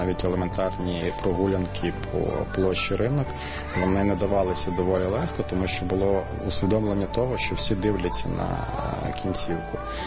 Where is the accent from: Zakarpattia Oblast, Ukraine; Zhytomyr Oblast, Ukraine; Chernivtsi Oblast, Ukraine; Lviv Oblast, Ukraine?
Zhytomyr Oblast, Ukraine; я сам з Житомирщини